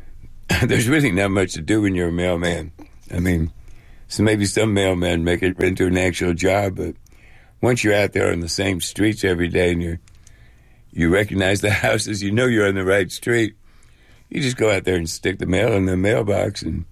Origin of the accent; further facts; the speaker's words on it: Maywood, Illinois, United States; That's how close Maywood was to the edge of Chicago, where we grew up on Madison Avenue, which is the dividing line between North Chicago and North Side and the South Side.